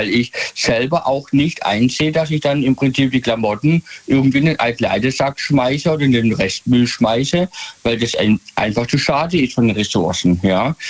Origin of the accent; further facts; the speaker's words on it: Michelstadt, Hesse, Germany; ihr alle hier in Hessen und so weiter, ich bin aus Michelstadt … Unternehmer und so weiter, kennt, ja.